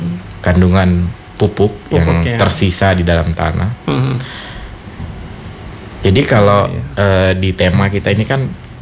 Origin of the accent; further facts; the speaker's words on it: Sumbawa, West Nusa Tenggara, Indonesia; born there; moved away as an adult; Lahir juga Sumbawa. Memang saya orang Sumbawa, dulu tugas di Sumbawa, sekarang pindah.